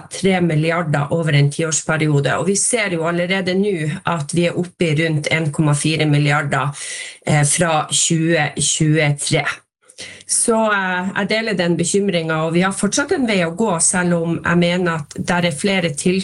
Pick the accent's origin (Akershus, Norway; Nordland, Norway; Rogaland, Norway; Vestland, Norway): Nordland, Norway; Jeg kommer selv fra Nordland.